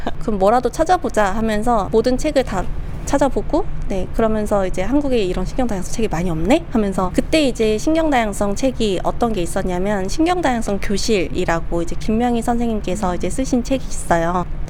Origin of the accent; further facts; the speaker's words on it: South Korea; 한국인 연사로서는 유일하게 이제 단독 무대에서 이제 발표를 했어요.